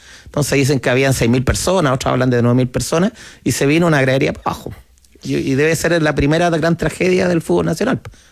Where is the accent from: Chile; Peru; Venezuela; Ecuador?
Chile; Santiago, Santiago Metropolitan Region; yo además soy habitante de La Chimba y nacido y criado ahí, pues, nací a dos calles del Estadio Santa Laura